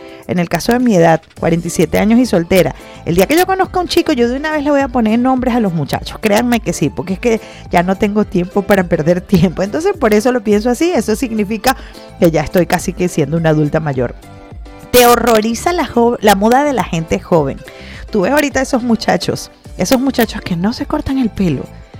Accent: Venezuela; como ciudadanos, como venezolanos que trabajamos, que pagamos impuestos

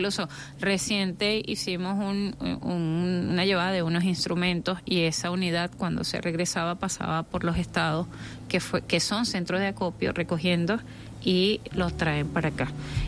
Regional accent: Venezuela; esta gran hermandad que somos los venezolanos

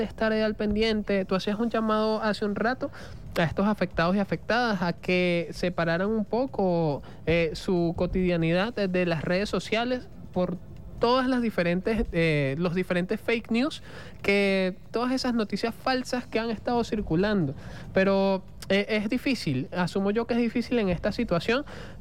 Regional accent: Venezuela; del humanismo de nosotros como venezolanos

